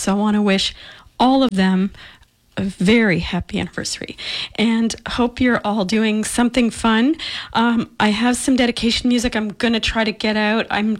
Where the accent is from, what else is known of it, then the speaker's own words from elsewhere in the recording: Canada; I'm from Canada. I think I've mentioned that once or twice. I'm going to play some Canadian music here.